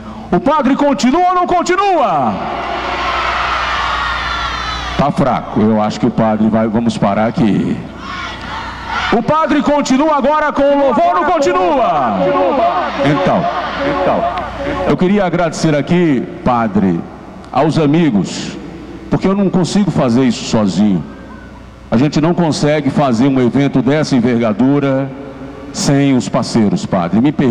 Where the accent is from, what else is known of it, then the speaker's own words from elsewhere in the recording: Princesa Isabel, Paraíba, Brazil; moved away; podendo prestar um serviço à minha terra tão querida, à minha República de Princesa.